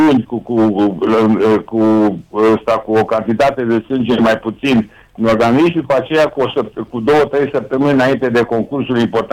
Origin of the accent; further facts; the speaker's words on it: Reșița, Caraș-Severin, Romania; also born or lived in Băile Herculane; Am crescut la Reșița, da. Dar m-am născut la...